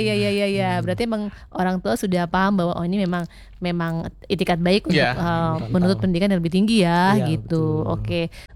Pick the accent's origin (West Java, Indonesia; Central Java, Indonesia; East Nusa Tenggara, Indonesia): West Java, Indonesia; Bogor; moved away as an adult; Aku kan juga sebenarnya orang luar. Jadi tuh aku perantau dari Jawa Barat. Dari Bogor waktu itu pertama kali kesini.